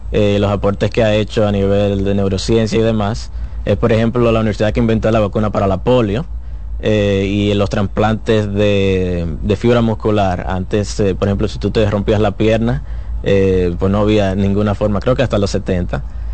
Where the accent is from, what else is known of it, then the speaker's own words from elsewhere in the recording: Dominican Republic; moved away as an adult; also born or lived in United States; now in Pittsburgh, United States; Me crié aquí desde siempre